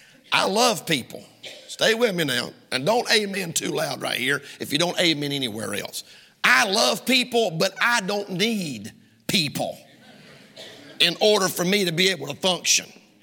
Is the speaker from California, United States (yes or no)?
no; Georgia, United States; accent: Southern drawl; moved away; every time I go to visit family down south in Georgia and I come back, my drawl is worse. My accent is worse.